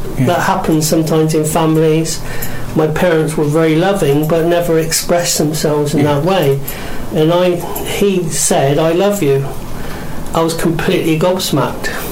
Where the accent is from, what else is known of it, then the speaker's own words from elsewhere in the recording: Plymouth, South West England, United Kingdom; moved away; also born or lived in Bristol; No, you can tell from my accent. I come from originally from Plymouth.